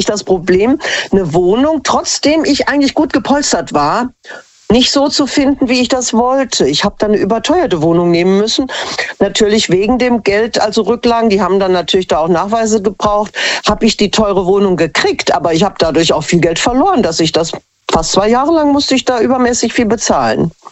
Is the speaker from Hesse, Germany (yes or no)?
yes; Hesse, Germany; Ich habe dann auch eine Community, eine Frau kannte ich schon früher von Hessen, wo ich herkomme.